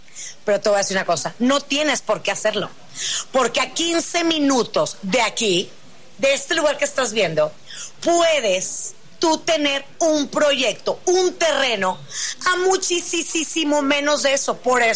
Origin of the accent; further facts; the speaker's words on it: Monterrey, Nuevo León, Mexico; accent: regio; moved away; mi acento de dónde es regio